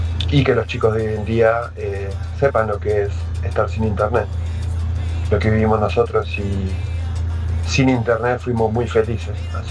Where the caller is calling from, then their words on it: Moreno, Buenos Aires Province, Argentina; de Moreno